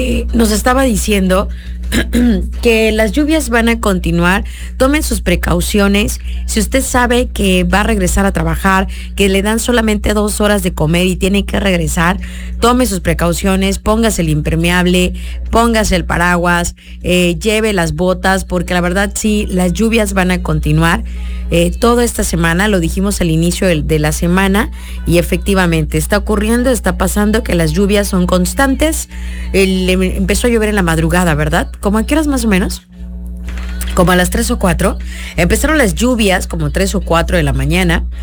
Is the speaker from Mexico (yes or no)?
yes; Mexico; como buenos mexicanos apoyando a nuestro equipo.